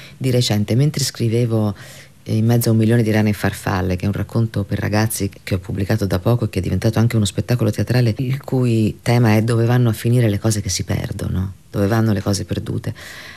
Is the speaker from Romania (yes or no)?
no; Barcelona, Catalonia, Spain; first language es; Italian is a second language; cresciuta, sono andata a scuola, i primi anni della mia vita a Barcellona. Parlo quindi naturalmente la mia prima lingua, io ho cominciato a parlare spagnolo, la mia prima lingua è lo spagnolo, il castigliano.